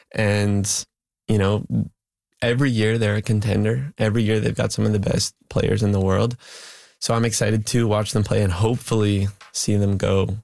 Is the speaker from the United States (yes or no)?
no; Canada; Obviously, you know, I'm Canadian. I grew up in Canada.